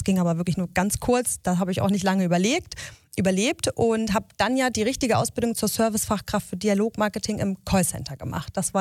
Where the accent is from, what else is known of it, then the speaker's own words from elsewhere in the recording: Neumünster, Schleswig-Holstein, Germany; Also ich bin eigentlich mein Leben lang in Neumünster gewesen, bin da geboren worden und aufgewachsen. Ich habe dann zwischenzeitlich mal so auf ein paar verschiedenen Dörfern gewohnt, ringsherum, weil ich sehr oft umgezogen bin. Aber ansonsten war eigentlich immer Neumünster so mein Zuhause auch.